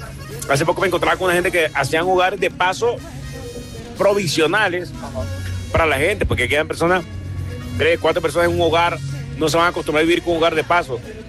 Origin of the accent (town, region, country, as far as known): Colombia